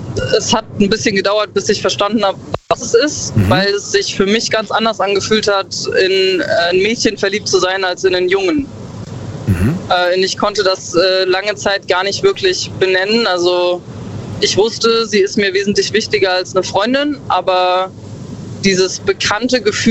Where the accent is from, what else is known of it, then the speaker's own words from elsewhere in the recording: Bad Kreuznach, Rhineland-Palatinate, Germany; Ich komme ursprünglich aus der Ecke Bad Kreuznach.